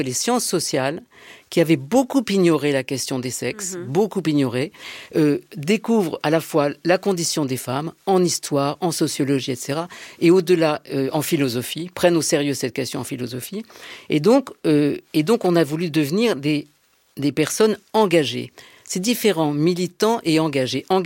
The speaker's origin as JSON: {"language": "French", "town": "Marseille", "region": "Provence-Alpes-Côte d'Azur", "country": "France", "moved": "as an adult", "lives_now": "Paris, France", "said": "Je suis arrivée à Paris en 1972, parce que j'étais entrée à Normale Sup. Je venais de Aix et de Marseille."}